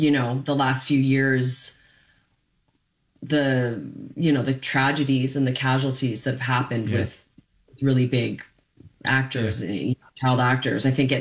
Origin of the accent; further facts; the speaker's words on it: Canada; I feel weirdly because of my childhood and the way I was raised and and being Canadian